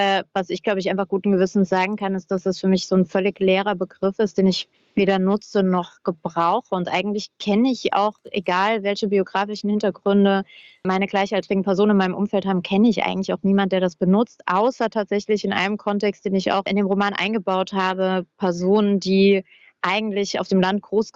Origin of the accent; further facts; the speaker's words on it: Hermeskeil, Rhineland-Palatinate, Germany; born there; Ich trete dann, wenn überhaupt, wahrscheinlich Hermeskeil meinem Geburtsort nahe.